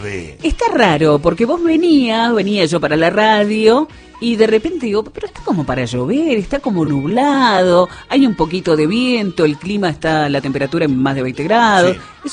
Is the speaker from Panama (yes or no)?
no; Buenos Aires, Argentina; now in San Luis, Argentina; yo que soy de Buenos Aires